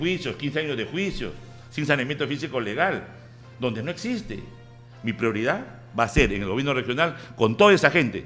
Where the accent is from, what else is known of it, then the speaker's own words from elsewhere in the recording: José Leonardo Ortiz, Lambayeque, Peru; Yo soy leonardino. Han roto mi calle de Virrey Toledo, que yo vivo en Virrey Toledo